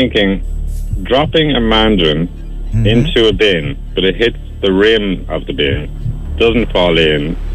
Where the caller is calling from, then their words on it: Dublin, Leinster, Ireland; Oh, I'm out by Dublin Bay.